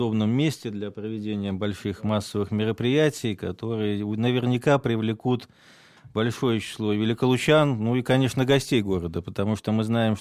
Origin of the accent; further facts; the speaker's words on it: Velikiye Luki, Pskov Oblast, Russia; наш город между Санкт-Петербургом, Москвой, Ригой и Минском.